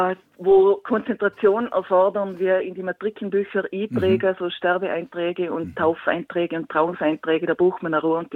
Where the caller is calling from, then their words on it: Vorarlberg, Austria; Ich komme aus dem Montafu.